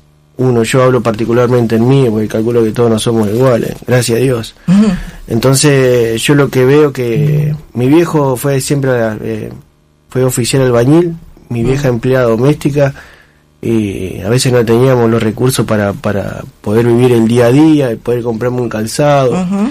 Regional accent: Argentina; Somos el argentino, creo yo que es así.

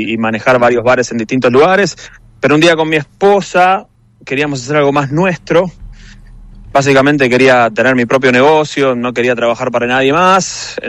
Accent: Castelar, Buenos Aires Province, Argentina; moved away as an adult; now in London, United Kingdom; Yo soy originariamente de zona oeste, de Castelar.

